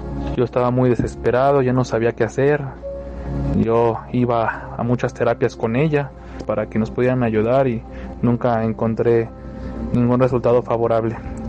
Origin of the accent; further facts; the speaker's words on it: Mexico City, Mexico; soy de la Ciudad de México.